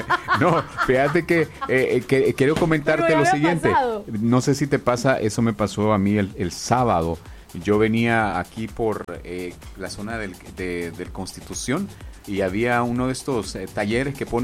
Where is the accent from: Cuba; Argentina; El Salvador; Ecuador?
El Salvador; Como salvadoreño, amo a la selección.